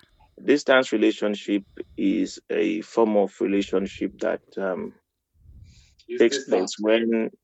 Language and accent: English; Nigeria; now in Eisenstadt, Austria; I reside here in Eisenstadt, and I'm originally from Nigeria.